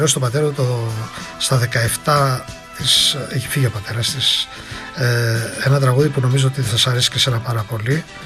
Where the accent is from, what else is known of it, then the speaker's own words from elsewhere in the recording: Alexandroupoli, East Macedonia and Thrace, Greece; από Αλεξανδρούπολης.